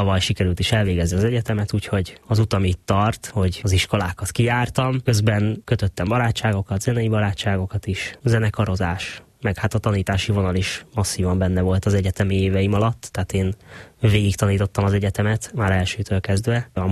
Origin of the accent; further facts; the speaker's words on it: Bicske, Fejér, Hungary; Én Bicskén nőttem föl